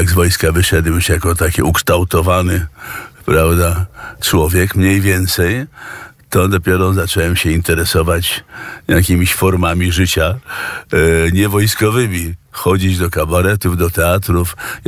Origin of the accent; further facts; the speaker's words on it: Warsaw, Masovian Voivodeship, Poland; Ja się wychowałem w gruzach Warszawy